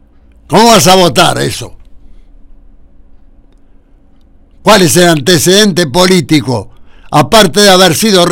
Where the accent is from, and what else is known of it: Argentina